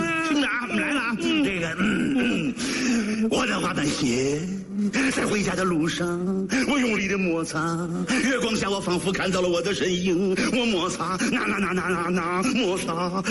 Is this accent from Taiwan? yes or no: no; China; 作为中国人，咱们应该有爱心